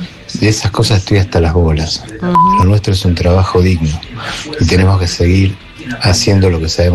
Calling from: Buenos Aires, Argentina; de Caballito.

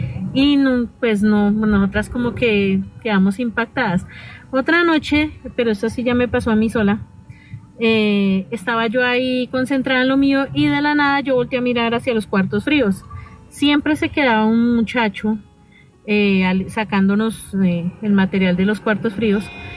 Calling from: Bogotá, Colombia; Yo estoy aquí en Bogotá, en Suba. Sí, aquí en Suba.

